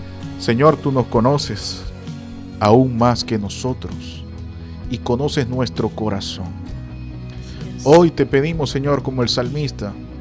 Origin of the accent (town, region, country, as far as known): Venezuela